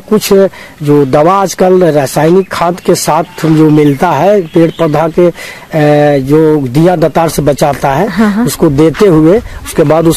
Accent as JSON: {"language": "Hindi", "area": "Chandwa, Hazaribagh district", "region": "Jharkhand", "country": "India", "said": "ग्राम गुरहेस, post चंदवा, जिला हजारीबाग के रहने वाले हैं"}